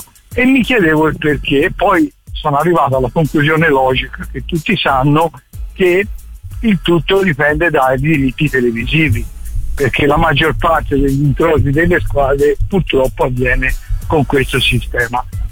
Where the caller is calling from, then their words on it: Portugal; da me in Portogallo